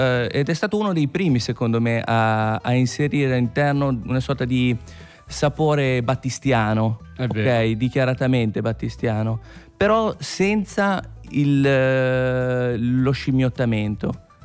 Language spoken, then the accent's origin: Italian; Casarza Ligure, Liguria, Italy